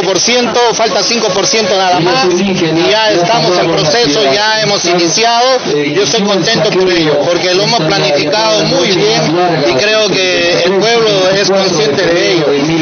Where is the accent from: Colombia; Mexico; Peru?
Peru; Amarilis, Huánuco; por el amor que lo tengo a mi tierra, por el amor que tengo a Amarilis, que me dio todo lo que soy.